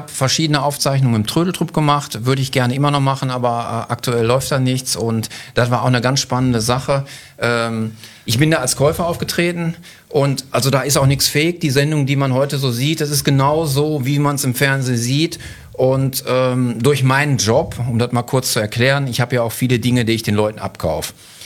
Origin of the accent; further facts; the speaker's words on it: Kleve, North Rhine-Westphalia, Germany; Und wir hatten einen großen Konzern bei uns in Kleve, der Margarine hergestellt hat.